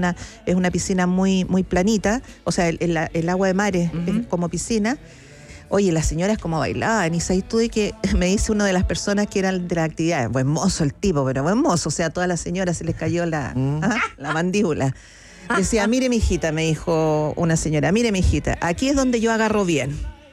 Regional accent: Chile; Fíjate que nosotros empezamos a viajar como chilenos también hace poco.

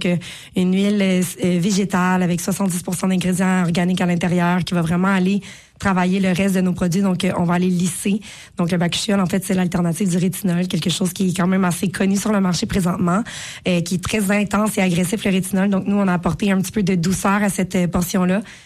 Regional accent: Lavaltrie, Quebec, Canada; moi, je suis native de Valtrie. Donc, j'ai une attache particulière pour la Valtrie.

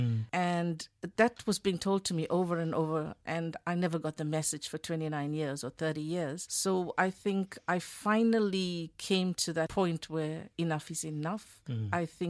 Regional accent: South Africa; And I'm an Indian, born in South Africa, lived in South Africa, knew nothing about the Indian culture

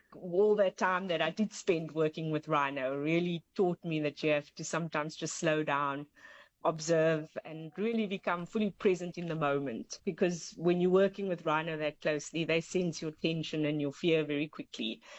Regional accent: Cape Town, Western Cape, South Africa; moved away; But I grew up in Cape Town, and obviously growing up there, you're spoilt with beautiful beaches and lots of mountains.

